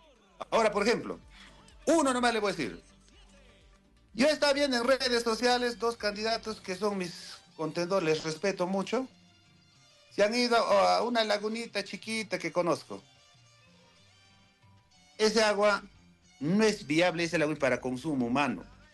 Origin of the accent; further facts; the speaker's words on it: Ancash, Peru; moved away; also born or lived in San Luis, Ancash; No soy de San Luis, soy como usted, de una comunidad tan pobre que es Maribamba, pero en San Luis me acogieron, me dieron mucho cariño, me formaron, me enseñaron a trabajar. Por eso amo mi provincia.